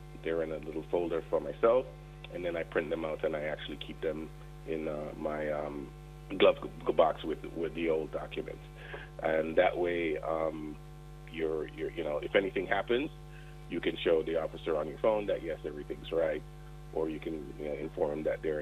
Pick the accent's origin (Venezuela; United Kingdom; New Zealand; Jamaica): Jamaica; I'm Jamaican.